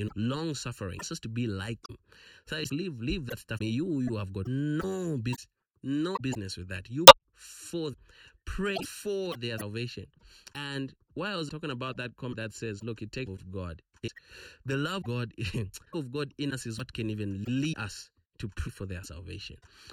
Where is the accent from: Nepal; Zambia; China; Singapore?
Zambia; growing up in Zambia and Africa